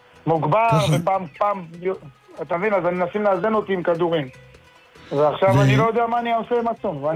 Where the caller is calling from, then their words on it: Haifa District, Israel; אני מהקריות, רציתי לשאול את הרב שאלה מאוד חשובה.